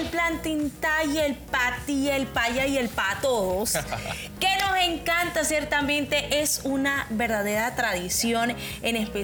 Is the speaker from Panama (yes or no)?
yes; Panama; nuestra identidad como panameños, como colonenses, como afro.